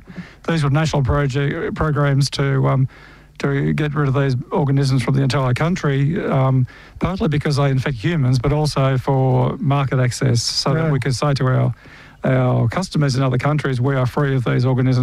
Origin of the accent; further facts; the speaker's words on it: Charlton, Victoria, Australia; I grew up in Charlton, Tim, in northern Victoria. So no dairy cows in northern Victoria, not around Charlton anyway.